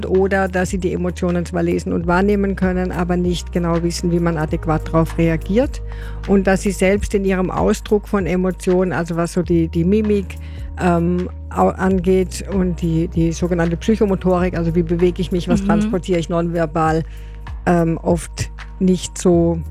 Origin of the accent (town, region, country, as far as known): Germany